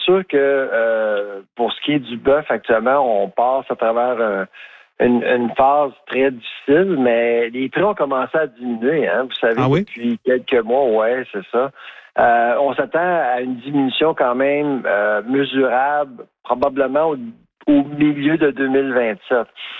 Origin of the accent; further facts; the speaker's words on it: Quebec, Canada; now in Nova Scotia, Canada; moi, je suis Québécois, mais je vis pas au Québec.